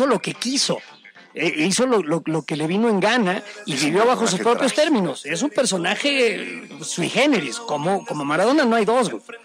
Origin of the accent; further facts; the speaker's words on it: Mexico; los mexicanos a lo mejor no somos tan proclives a ello como los argentinos.